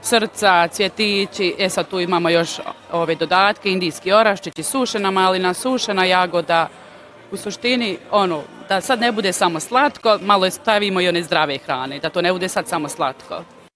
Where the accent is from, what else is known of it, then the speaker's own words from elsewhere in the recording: Doboj, Republika Srpska, Bosnia & Herzegovina; Ja sam iz Doboja, dolazim iz Doboja, znači … imam svoj cvjećaru i poklon shop